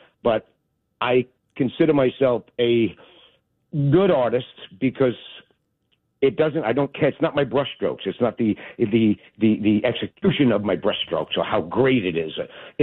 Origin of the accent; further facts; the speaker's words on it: New York City, New York, United States; I'm from Staten Island.